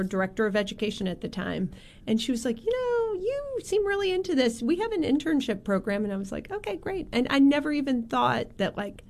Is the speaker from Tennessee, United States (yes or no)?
yes; Memphis, Tennessee, United States; I am from Memphis.